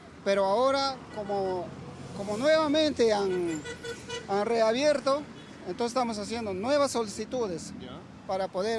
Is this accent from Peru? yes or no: yes; Tarapoto, San Martín, Peru; Yo estoy viniendo desde Tarapoto.